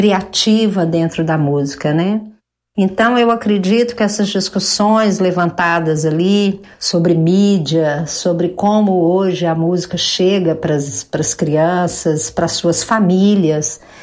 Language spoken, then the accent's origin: Portuguese; Belo Horizonte, Minas Gerais, Brazil; foi muito emocionante participar do 17º encontro do MOSILIC em Belo Horizonte, minha cidade onde eu cresci